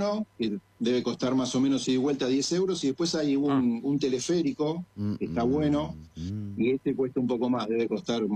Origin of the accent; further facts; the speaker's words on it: Buenos Aires, Argentina; estoy con mi papá y mi hermano, que ellos viven en Argentina. Somos de La Boca nosotros, así que somos del mismo color que vos, Mario.